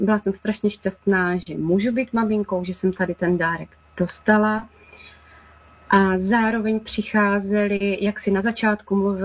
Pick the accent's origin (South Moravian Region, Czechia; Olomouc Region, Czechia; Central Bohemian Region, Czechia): South Moravian Region, Czechia; Brno; moved away as an adult; now in Trpín, Czech Republic; Tak já jsem se narodila v Brně. Pocházím konkrétně z Husovic, narodila jsem se do velké rodiny, bylo nás dohromady 9 dětí.